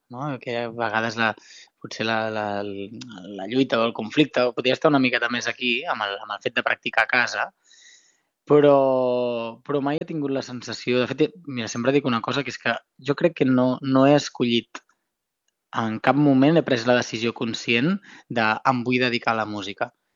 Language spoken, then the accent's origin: Catalan; Vilassar, Catalonia, Spain; Premià de Mar, que és el poble del costat de Vilassar, que és d'on soc i on visc